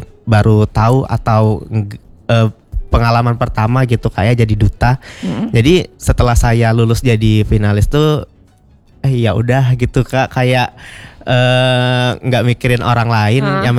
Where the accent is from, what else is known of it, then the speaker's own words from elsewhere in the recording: Jambi, Indonesia; saya tuh dari kecil udah di Jambi, dan ruang lingkupnya tuh di sekitaran saya tuh gak ada orang-orang Kombring gitu, selain orang tua saya dan bapak saya itu.